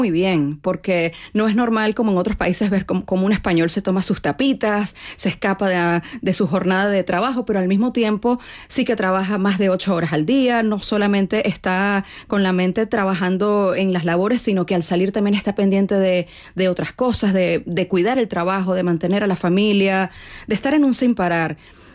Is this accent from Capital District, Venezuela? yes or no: yes; Caracas, Capital District, Venezuela; born there; la tierra de las arepas